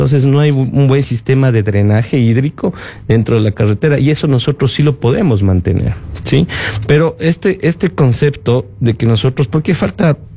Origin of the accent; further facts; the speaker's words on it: Conocoto, Pichincha, Ecuador; yo soy de Conocoto, así que la conozco de memoria